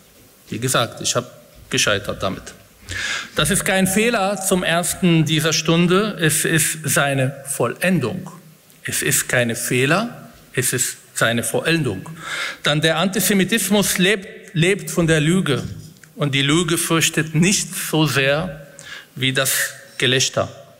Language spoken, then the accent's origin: German; Israel; now in Germany; als Israeli, als Betroffener, als jemand, der aus diesem Land stammt, als Palästinenser, als Moslem, als jemand, der in dieser Gesellschaft seine Heimat gefunden hat